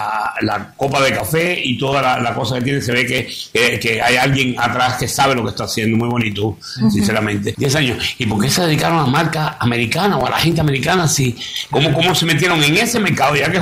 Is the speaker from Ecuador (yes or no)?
yes; Ecuador; Ambos somos ecuatorianos, sí, ok.